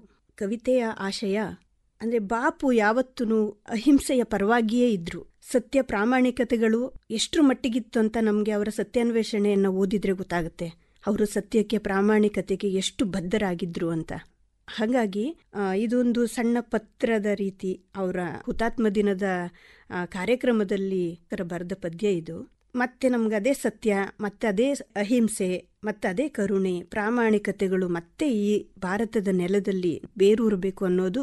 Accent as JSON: {"language": "Kannada", "area": "Kodagu", "region": "Karnataka", "country": "India", "tie": "born or raised there", "also_born_or_lived": "Tiptur / Tumakuru / Belagavi", "moved": "as an adult", "lives_now": "Mysore, India", "said": "ಮೂಲತಃ ಕೊಡಗಿನವಳು."}